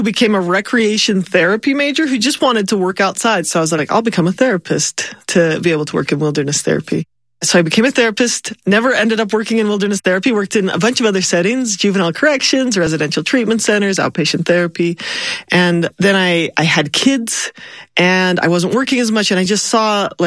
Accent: Provo, Utah, United States; I was talking about, oh, you know, I'm from Provo. Where's that? Oh, it's right by Orem.

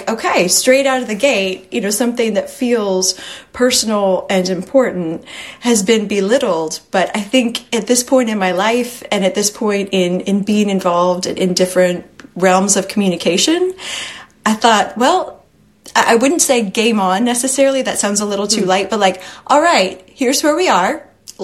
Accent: Texas, United States; I grew up in Texas. You know, I grew up in a really red spot.

